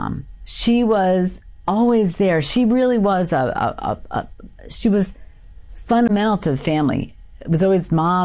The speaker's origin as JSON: {"language": "English", "town": "Endicott", "region": "New York", "country": "United States", "tie": "born or raised there", "said": "I grew up in the Triple Cities. There's three small towns, Binghamton, Johnson City, and Endicott. So I actually grew up in Endicott."}